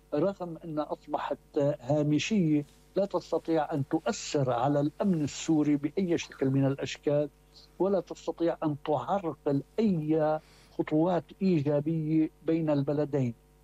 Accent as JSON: {"language": "Arabic", "country": "Lebanon", "said": "يعني أنا كلبناني"}